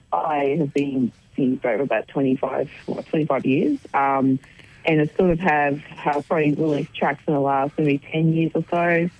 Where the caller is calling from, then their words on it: Melbourne, Victoria, Australia; Melbourne.